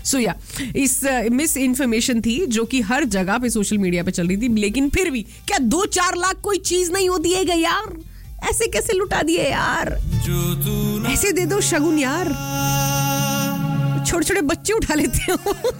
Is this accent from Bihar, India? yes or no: no; Punjab, India; मैं भी पंजाबी हूँ, है ना, मैं भी पंजाब से हूँ